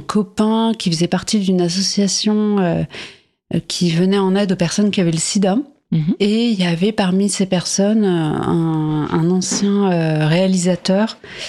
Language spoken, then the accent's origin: French; France; born there; je suis née en France.